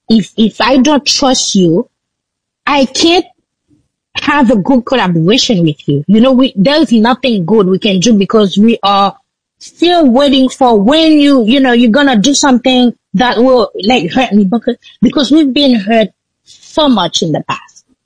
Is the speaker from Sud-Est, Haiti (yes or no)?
yes; Jacmel, Sud-Est, Haiti; And the road leading to Jacmel, my hometown, was closed through Martisal, which is like, you know, a very big region in Port-au-Prince.